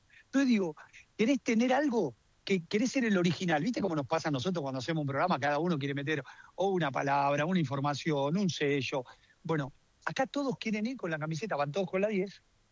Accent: Argentina; Pues somos así los argentinos. Se borra en 2 minutos.

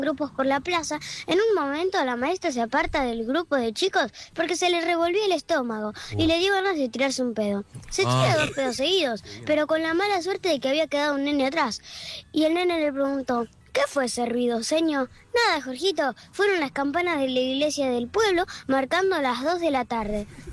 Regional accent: Temperley, Buenos Aires Province, Argentina

